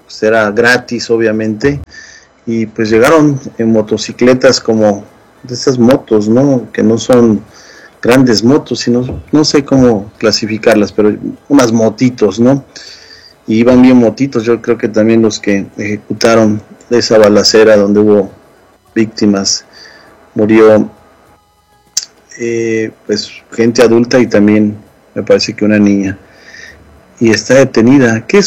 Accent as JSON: {"language": "Spanish", "town": "Yautepec", "region": "Morelos", "country": "Mexico", "tie": "born or raised there", "moved": "yes", "said": "el pueblo de donde soy originario, donde nací, Yautepec, Morelos."}